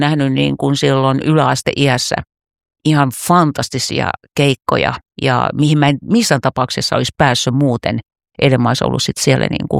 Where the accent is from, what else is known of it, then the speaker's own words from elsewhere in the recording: Juva, South Savo, Finland; mä oon ollut Juvalla, mistä mä olen kotoisin